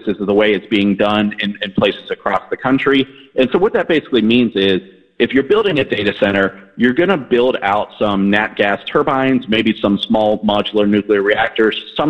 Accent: Ohio, United States; So I remember growing up in Northeast Ohio, there was this idea of energy production that would be coming there.

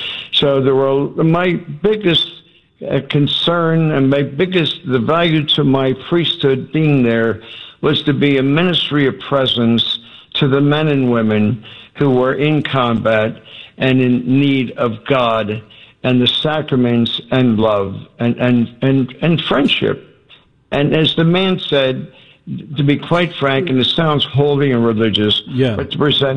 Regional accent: Pennsylvania, United States; I'm from Pennsylvania, and I've never been honored with a proclamation of the state.

